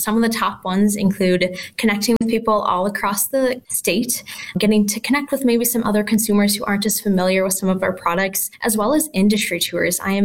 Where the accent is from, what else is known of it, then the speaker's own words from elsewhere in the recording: Port Washington, Wisconsin, United States; I am originally from Port Washington, which is about a half hour north of Milwaukee, right on Lake Michigan. I spent a lot of time at my grandparents' nearby dairy farm